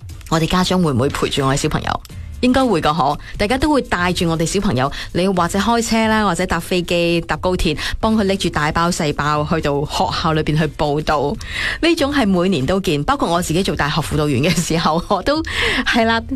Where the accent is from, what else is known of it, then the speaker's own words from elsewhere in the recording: Guangdong, China; 我们广东人最喜欢找东西吃的